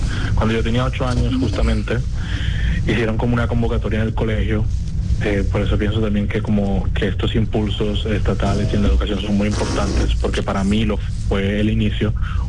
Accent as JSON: {"language": "Spanish", "town": "Cartagena", "region": "Bolívar", "country": "Colombia", "tie": "born or raised there", "said": "Luego nos mudamos para el barrio de Los Alpes, allá sí, viví casi toda mi infancia y parte de mi adolescencia."}